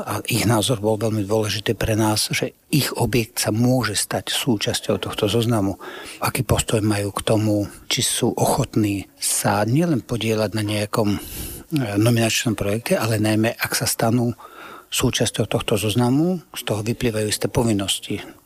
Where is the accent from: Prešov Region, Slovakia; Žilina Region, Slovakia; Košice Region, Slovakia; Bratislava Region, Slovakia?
Žilina Region, Slovakia; Zvlášť, keď pochádzam z Oravy a pochádzam z dediny, kde jeden takýto kostolík stojí.